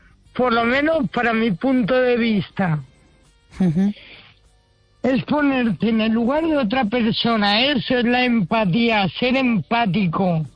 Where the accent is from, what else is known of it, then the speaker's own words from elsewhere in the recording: Madrid, Community of Madrid, Spain; De hecho, yo soy madrileña, pero de sangre andaluza y tengo mucha labia.